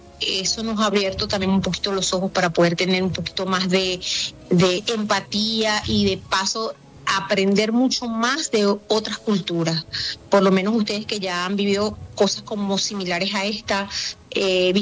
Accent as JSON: {"language": "Spanish", "country": "Venezuela", "said": "todo lo que nosotros como venezolanos hemos tenido que vivir durante todos estos años"}